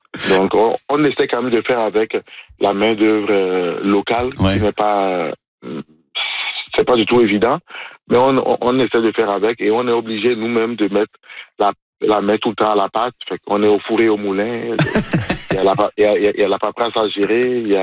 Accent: Benin; des travailleurs étrangers de mon pays d'origine, du Bénin, oui.

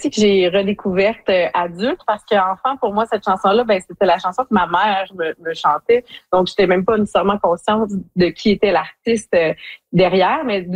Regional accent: Hearst, Ontario, Canada

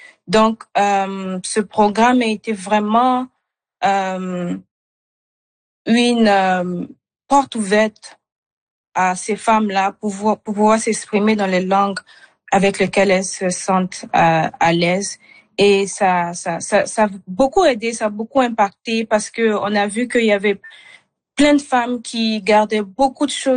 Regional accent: Côte d’Ivoire; moved away as an adult; now in Canada; moi par exemple, je viens de la Côte d'Ivoire et je parle majoritairement le français.

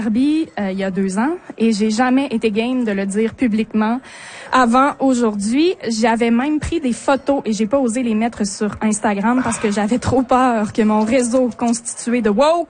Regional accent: Quebec, Canada; Moi, je viens de là. Je viens pas des Bergeron, mais je viens de la Haute-Côte-Nord.

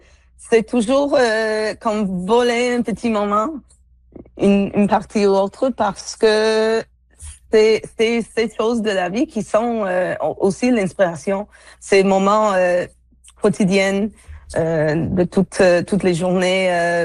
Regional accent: Toronto, Ontario, Canada; born there; moi, je suis née dans la ville de Toronto. Je suis née à Toronto, je suis comme... A city girl

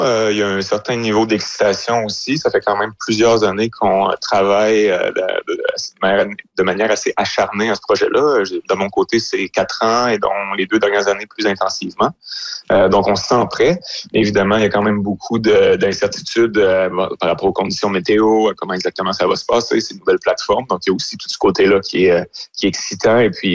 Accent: Quebec, Canada; Ah oui, moi, je viens de l'Abitibi, donc je suis habitué

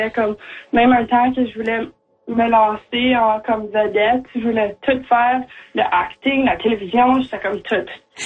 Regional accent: Timmins, Ontario, Canada; also born or lived in Chapleau; je suis 17 ans, je viens de Timmins. Je vivais comme avant à Chapleau, mais j'ai déménagé à 5 ans

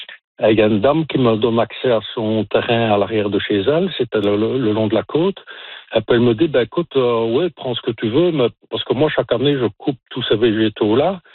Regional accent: Belgium; Depuis que nous sommes venus de Belgique, là, il y a 18 ans.

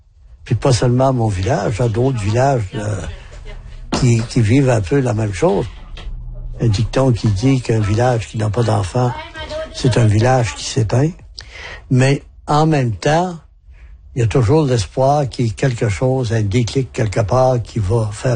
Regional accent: Tête-à-la-Baleine, Quebec, Canada; Moi, je suis originaire de Tétalavanen. J'ai grandi ici à Tétalavanen. À l'âge de 15 ans, je suis parti pour des études. Et je suis revenu à l'âge de 24 ans comme enseignant. Souvent, on peut dire qu'on est au milieu de nulle part.

